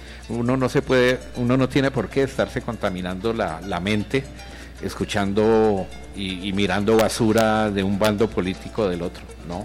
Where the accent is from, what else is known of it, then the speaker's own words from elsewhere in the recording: Colombia; somos seres humanos, somos colombianos, somos gente digna.